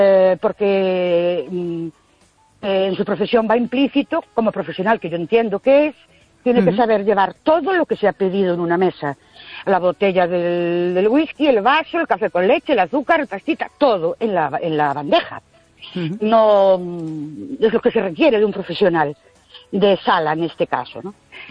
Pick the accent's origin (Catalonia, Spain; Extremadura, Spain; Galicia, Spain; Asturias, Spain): Galicia, Spain; Ourense; Buenas noches … de Ourense.